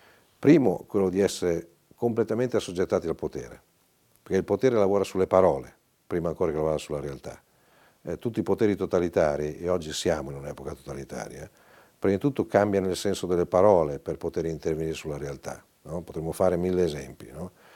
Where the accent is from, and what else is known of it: Forlì, Emilia-Romagna, Italy; born or raised there